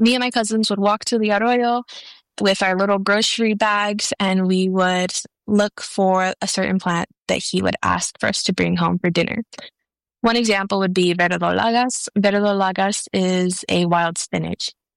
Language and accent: English; Tucson, Arizona, United States; I come from the Pasco Yaqui tribe, barrio libre and new pasqua communities in Tucson, Arizona.